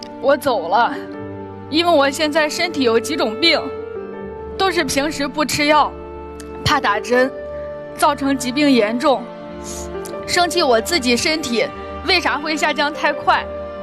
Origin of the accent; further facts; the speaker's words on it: Zhoukou, Henan, China; 我来自河南省周口市的一个小农村，我今年25岁了